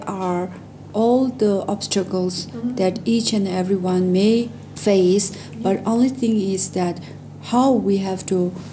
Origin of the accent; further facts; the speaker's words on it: Lhasa, Tibet, China; English is a second language; Since then, we are settled in Lhasa. Oh, I see. And then I was born in Lhasa.